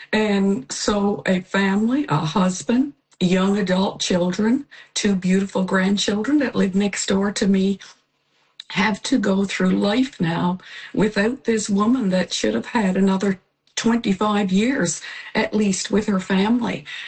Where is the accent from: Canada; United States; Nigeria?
Canada; Charlottetown, Newfoundland and Labrador; born or raised there